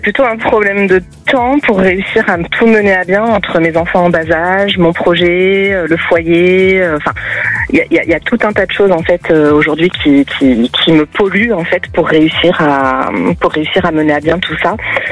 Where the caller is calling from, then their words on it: Bayonne, Nouvelle-Aquitaine, France; De Bayonne.